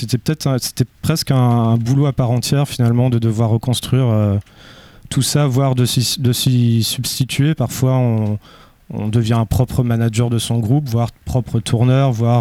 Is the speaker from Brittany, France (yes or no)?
yes; Brittany, France; sur la précédente cassette, c'était 29 parce que je viens du Finistère.